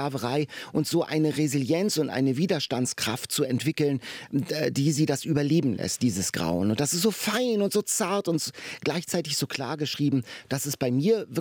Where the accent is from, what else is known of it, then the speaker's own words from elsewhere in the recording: Northern Germany, Germany; Mir geht's wie dir. Ich komme ja auch aus Norddeutschland und kenne diese Apfelplantagen.